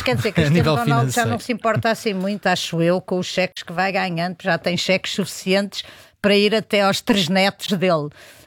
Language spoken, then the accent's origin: Portuguese; Portugal; como portuguesa, fiquei triste e fico triste com isto.